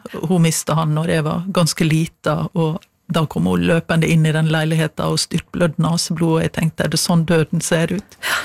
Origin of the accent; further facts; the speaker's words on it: Møre og Romsdal, Norway; Du har fjorden, men du har også liksom Sunnmørsalpene, og det er jo et massivt fjelllandskap rundt der jeg vokste opp.